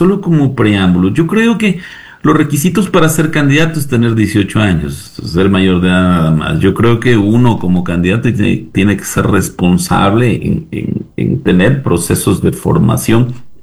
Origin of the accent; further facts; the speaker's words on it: Celica, Loja, Ecuador; He sido dos veces alcalde de mi tierra linda, de mi celestial Celica.